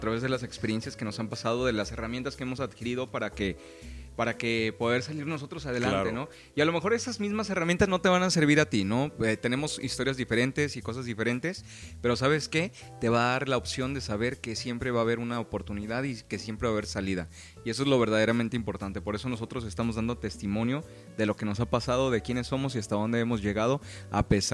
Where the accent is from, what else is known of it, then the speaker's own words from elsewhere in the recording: Nuevo León, Mexico; now in Mérida, Mexico; Bueno, soy regio.